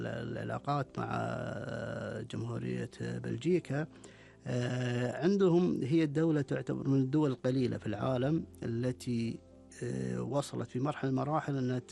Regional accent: Kuwait; عندنا بالكويت

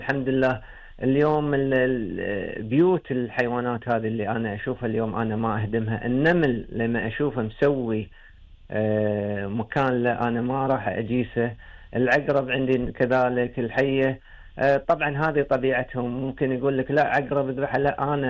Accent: Kuwait; احنا عندنا في الكويت

